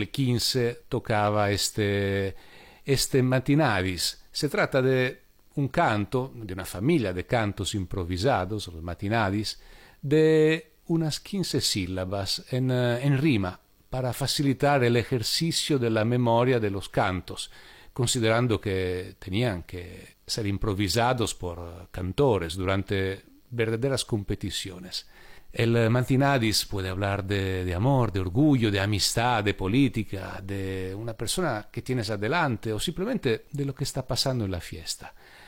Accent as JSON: {"language": "Spanish", "region": "Sardinia", "country": "Italy", "moved": "yes", "lives_now": "Spain", "said": "se me ocurre Cerdeña, de donde vengo"}